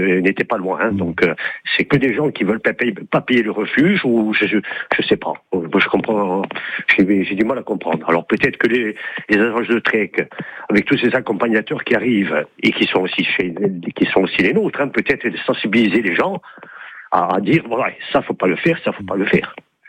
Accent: Corsica, France; je randonne beaucoup, je suis à la retraite, donc je suis corse, hein

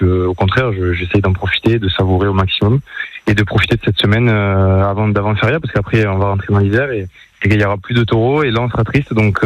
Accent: Nîmes, Occitanie, France; profiter de cette fin de saison chez moi à Nîmes.

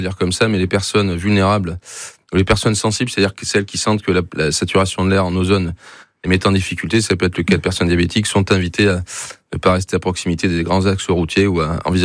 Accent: Nouvelle-Aquitaine, France; now in Savoie, France; je suis originaire du département de la Gironde

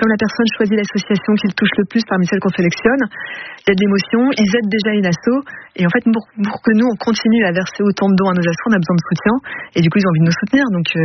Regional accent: Hauts-de-France, France; moved away as an adult; also born or lived in Paris; je suis originaire du Nord, mais j'étais faire ma dernière année et mes premiers postes à Paris. Je suis revenue

